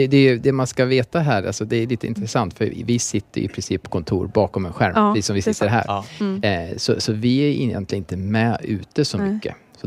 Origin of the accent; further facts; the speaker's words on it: Tumla, Sweden; now in Norrköping, Sweden; det kvittar om jag är i Tumla där jag växte upp, eller Norrköping där vi bor nu